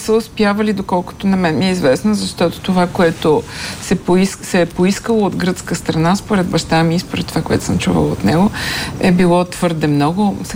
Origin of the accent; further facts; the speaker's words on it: Plovdiv, Plovdiv Province, Bulgaria; като една пловдивчанка ще кажа